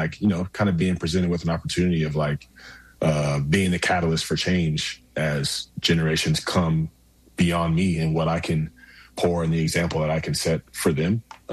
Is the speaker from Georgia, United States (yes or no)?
yes; Atlanta, Georgia, United States; I grew up in the Atlanta area